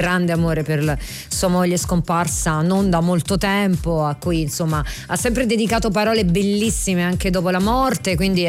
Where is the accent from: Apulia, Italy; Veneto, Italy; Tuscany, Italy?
Apulia, Italy; io da pugliese.